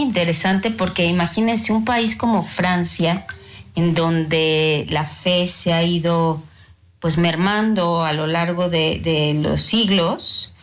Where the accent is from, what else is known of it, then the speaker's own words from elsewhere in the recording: Mexico; como los mexicanos somos muy competitivos